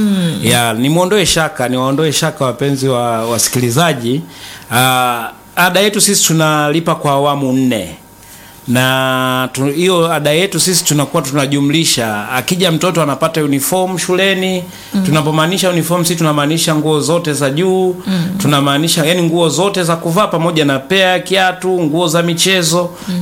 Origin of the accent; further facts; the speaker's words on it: Tanzania; Sisi ni Watanzania na mtoto analelewa pia Kitanzania.